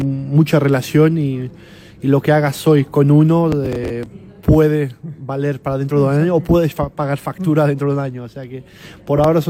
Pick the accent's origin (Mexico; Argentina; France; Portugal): Portugal; moved away as an adult; also born or lived in Madrid, Spain; yo soy portugués, pero he vivido 10 años en Madrid